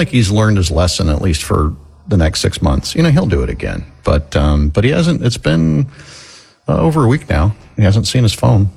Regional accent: Florida, United States; And so we were aware growing up in Florida that school teachers in Florida didn't get paid as much

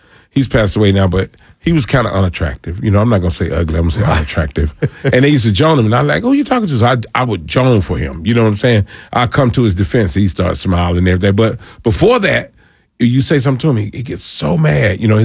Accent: Atlanta, Georgia, United States; Born and raised in Atlanta, Georgia.

